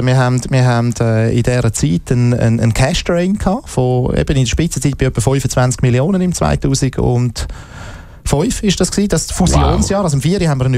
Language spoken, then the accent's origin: German; Zurich, Switzerland; Ich bin Zürcher